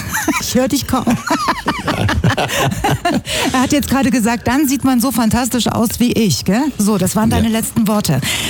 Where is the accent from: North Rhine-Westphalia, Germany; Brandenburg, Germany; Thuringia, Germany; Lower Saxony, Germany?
Thuringia, Germany; Weimar; ich komme aus Weimar.